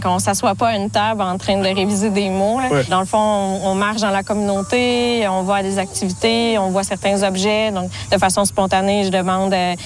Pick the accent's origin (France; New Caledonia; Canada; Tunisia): Canada; Odanak, Quebec; Oui, j'ai grandi à Odanak.